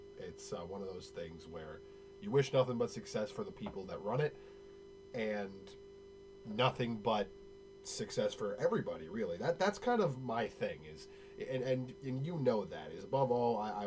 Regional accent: Manchester, New Hampshire, United States; born there; It's really something special for me because you know I was born in Manchester, so.

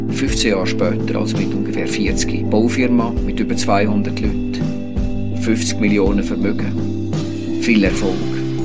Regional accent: Stäfa, Zurich, Switzerland; born there; Ich bin 1947 in Stäfen am Zürichsee geboren, in einer Familie mit 5 Kindern.

